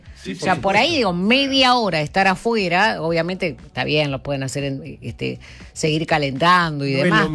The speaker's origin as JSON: {"language": "Spanish", "country": "Argentina", "said": "no entiendo de fútbol, pero opinamos. Por algo somos argentinos."}